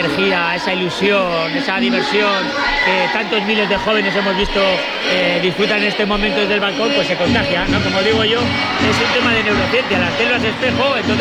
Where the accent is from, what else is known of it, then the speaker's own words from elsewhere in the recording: La Rioja, Spain; todos los que procedemos de un pueblo de La Rioja, siempre hemos venido con nuestros padres, con nuestros abuelos, con algún amigo, con tíos que vivían en Logroño.